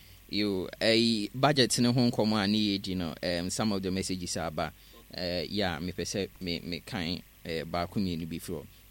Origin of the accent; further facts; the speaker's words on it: Kwabenya, Greater Accra, Ghana; Good morning, I am … from Kwabinya.